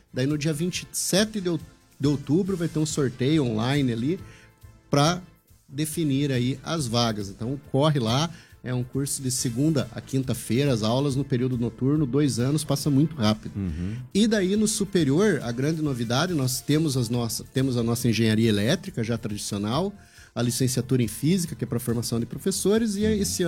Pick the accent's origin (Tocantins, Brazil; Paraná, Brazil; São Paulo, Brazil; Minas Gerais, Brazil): Paraná, Brazil; Telêmaco Borba; Eu que sou de Telêmaco Borba